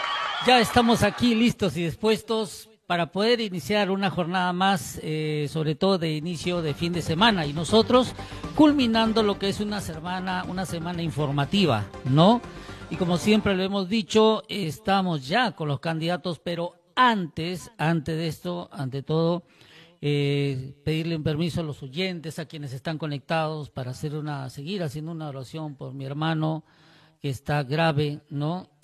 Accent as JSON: {"language": "Spanish", "region": "Piura", "country": "Peru", "said": "yo soy de Piura también, del departamento de Piura."}